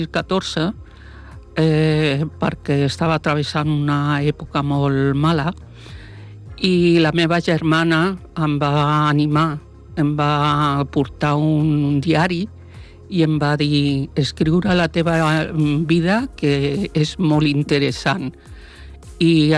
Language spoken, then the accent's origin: Catalan; L'Hospitalet de Llobregat, Catalonia, Spain; also born or lived in Sant Cugat del Vallès; Al principi, jo vaig néixer a Sant Cugat del Vallès, però als 2 anys es van anar a l'Hospitalet de Llobregat i vaig estar allà fins que es va casar.